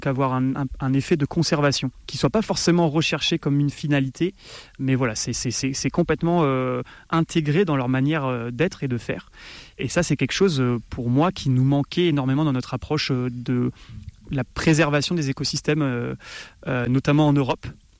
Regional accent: Valvignères, Auvergne-Rhône-Alpes, France; Donc moi je suis, j'ai grandi en Ardèche, à Valvinière, et je suis écologue naturaliste du coup.

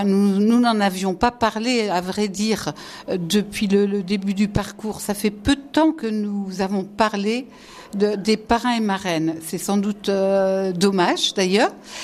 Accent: Challans, Pays de la Loire, France; hein, voilà, je suis marraine, je viens de Chalans.

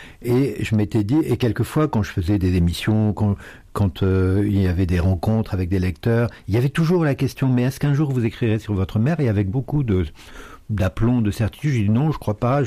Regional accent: Nice, Provence-Alpes-Côte d'Azur, France; born there; je suis né à Nice d'ailleurs, ce qui est absurde, ma grand-mère, de peur que les voisins voient que ma mère au ventre arrondi, elle l'avait exilée, il n'y a pas d'autre mot, sur les hauteurs de Nice, chez des bergers

